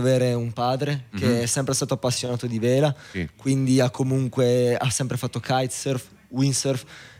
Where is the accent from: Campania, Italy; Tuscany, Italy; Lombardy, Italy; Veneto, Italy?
Veneto, Italy; Vicenza; sono di Vicenza.